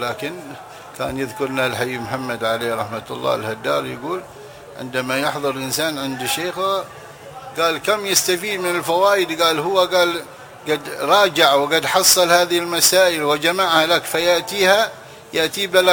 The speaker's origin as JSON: {"language": "Arabic", "region": "Hadramawt", "country": "Yemen", "said": "عندنا في حضرموت"}